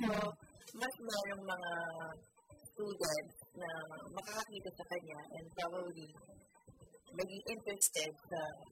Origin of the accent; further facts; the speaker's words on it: Marikina, Metro Manila, Philippines; I'm from Marikina